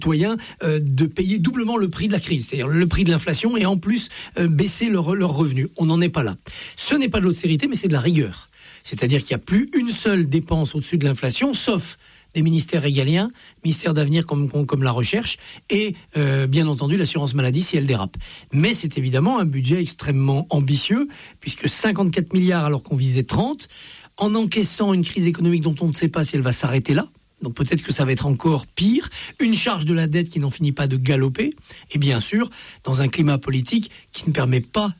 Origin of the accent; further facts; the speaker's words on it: Auvergne-Rhône-Alpes, France; je suis de Haute-Savoie.